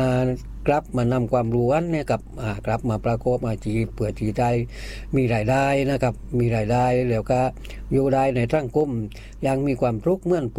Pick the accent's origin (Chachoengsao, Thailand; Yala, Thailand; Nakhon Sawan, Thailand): Nakhon Sawan, Thailand; จังหวัดนครสวรรค์